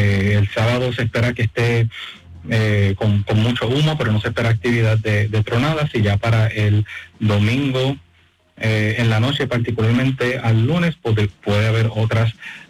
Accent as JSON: {"language": "Spanish", "country": "Puerto Rico", "said": "Perdóname, soy puertorriqueño, del noreste de los Estados Unidos."}